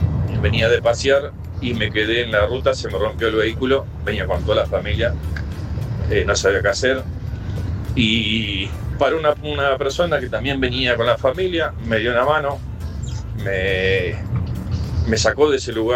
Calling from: Virrey del Pino, Buenos Aires Province, Argentina; de Virrey del Pino

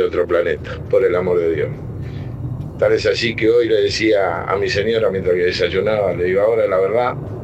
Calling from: Uruguay; soy uruguayo

